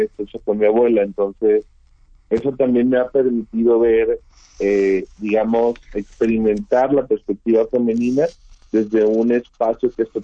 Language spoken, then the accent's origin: Spanish; Zapotlán el Grande, Jalisco, Mexico; Yo soy del sur de Jalisco, nací en Zapotlán el Grande, en el 96, entonces me tocó como una etapa de transición en la que el municipio era mucho más conservador para cuestiones como la homosexualidad